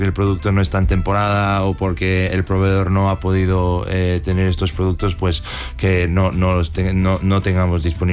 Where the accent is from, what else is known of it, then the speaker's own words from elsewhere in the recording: Madrid, Community of Madrid, Spain; also born or lived in United States; Bueno, nacimos todos en Estados Unidos, pero siempre hemos vivido aquí en Madrid.